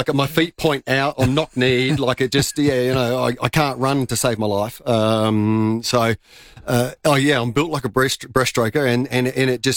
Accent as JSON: {"language": "English", "town": "Modbury", "region": "South Australia", "country": "Australia", "tie": "born or raised there", "said": "Modbury I grew up in, yeah. So okay. I was a Clovercrest Swim School graduate from many years ago."}